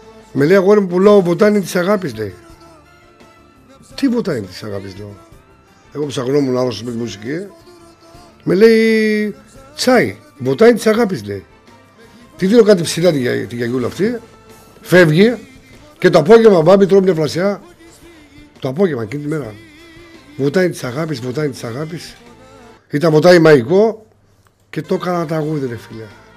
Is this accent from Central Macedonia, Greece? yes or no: no; Larissa, Thessaly, Greece; κύριε Στάθη, είμαι από Λάρισα και έχω κάνει ένα CD.